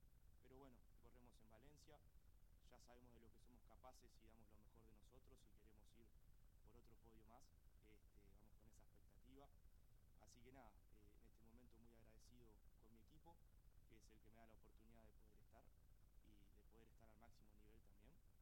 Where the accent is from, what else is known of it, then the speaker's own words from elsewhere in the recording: Salta, Argentina; now in Europe; siempre con muchísimo orgullo lo hago sabiendo que soy salteño, y bueno, para mí es un honor llevar nuestras tradiciones a Europa.